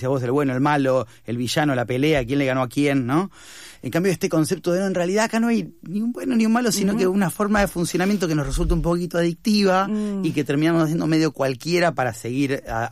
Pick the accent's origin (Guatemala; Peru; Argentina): Argentina; entré como argentino primero.